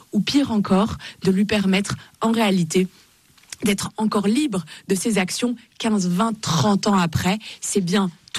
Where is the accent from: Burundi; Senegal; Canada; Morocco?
Morocco; now in France; Bah, moi, j'ai grandi au Maroc, dans un pays multiculturel, où musulmans, juifs, chrétiens, pour le coup, vivent ensemble, vivent profondément ensemble.